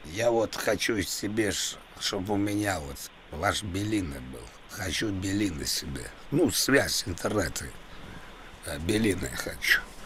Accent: Moscow, Russia; accent: Moscow; Я коренной москвич, это по акценту, я думаю, всем понятно. Москвич я, москвич. У меня с детства Москва.

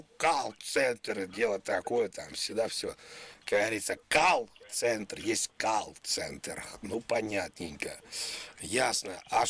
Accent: Moscow, Russia; Я москвич коренной, я не замкадыш, все нормально. Я москвич коренной. Я живу напротив башни Останкино.

